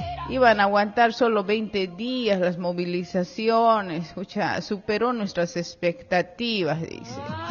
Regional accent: Bolivia; somos los bolivianos y bolivianas, ¿no? Somos decididos, somos gente de lucha, gente revolucionaria, somos herederos de nuestros abuelos y de nuestros mártires.

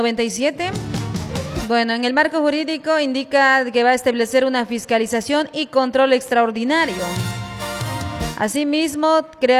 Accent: Bolivia; como ciudadana boliviana, mi persona

